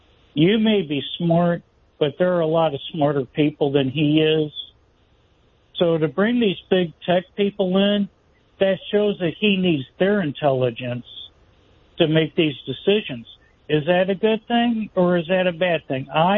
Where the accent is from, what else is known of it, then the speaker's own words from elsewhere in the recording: Ohio, United States; I grew up in Ohio. There's not many jobs there.